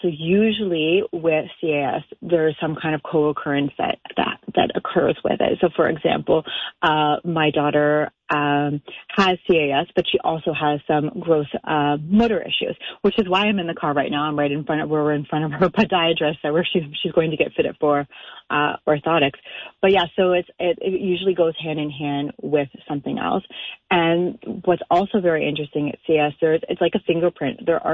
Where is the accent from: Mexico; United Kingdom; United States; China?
United Kingdom; so I'm English, and if I go to speak French, I'm constantly having to process before I speak in French.